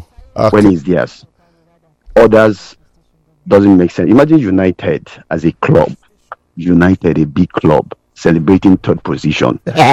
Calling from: Lagos, Nigeria; I'm calling from Ikosi, KG.

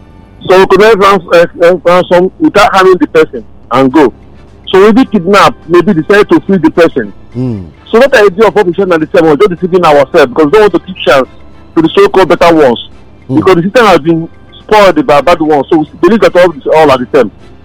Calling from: Lagos, Nigeria; I'm calling from Satellite Town.

